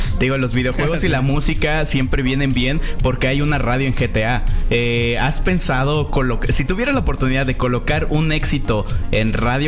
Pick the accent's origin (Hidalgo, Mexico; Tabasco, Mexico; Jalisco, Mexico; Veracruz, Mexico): Jalisco, Mexico; Sí, yo soy de Jalisco.